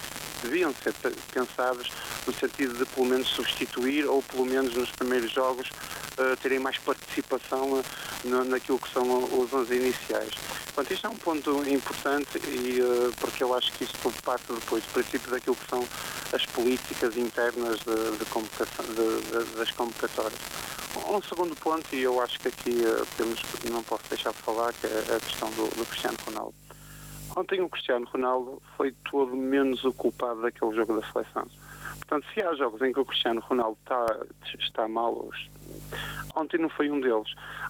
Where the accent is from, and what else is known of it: Portugal